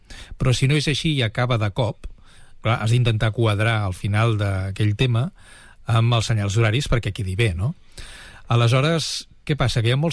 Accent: Catalonia, Spain; accent: Catalan; tant tu com jo, que som catalanoparlants, però que també parlem més o menys correctament el castellà, si parlem en castellà se'ns nota el nostre accent català

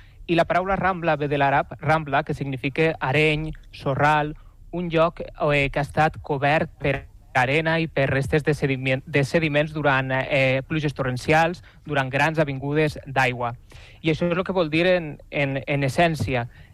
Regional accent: Valencian Community, Spain; accent: Valencian; Sí, ja m'ho he enganxat que sóc valencià, la veritat que dic dues paraules i se'm nota de seguida, no?

